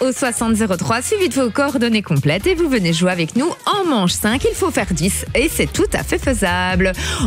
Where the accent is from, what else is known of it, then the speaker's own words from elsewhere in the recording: Italy; En tant qu'italienne, j'ai pensé à Gênes.